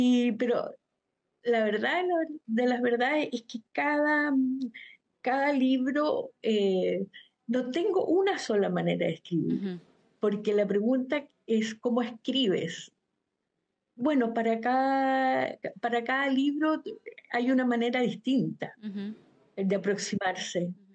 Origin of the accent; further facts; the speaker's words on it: Chile; moved away as an adult; also born or lived in Sweden; Solo fue cuando volví y conocí lo que estaba pasando en Chile